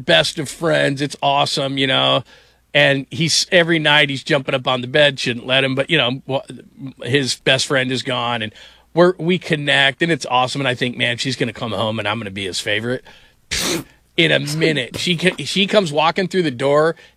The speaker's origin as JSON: {"language": "English", "region": "California", "country": "United States", "tie": "born or raised there", "said": "I remember I grew up in California, and I would lay upstairs and just listen to my parents play like 60s music"}